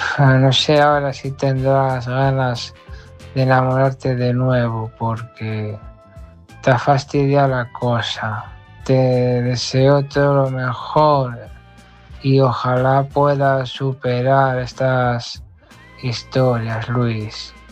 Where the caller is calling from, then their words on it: Asturias, Spain; desde Asturias.